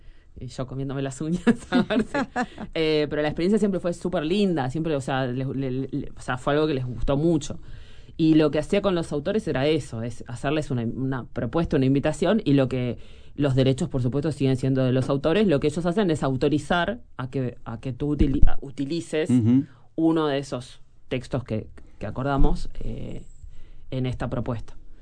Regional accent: Canelones, Uruguay; yo soy de Canelones

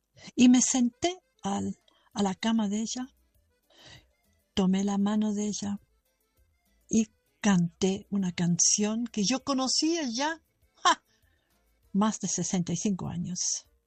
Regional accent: Uruguay; now in Germany; Tú tienes 2 y yo tengo 2 raíces. Entonces tú conoces música, valores, trabajo, tierra, país, tiempo, que hay solamente en Kazajstán y yo solamente en Uruguay. Y para ti era muy nuevo de llegar a Alemania y para mí también

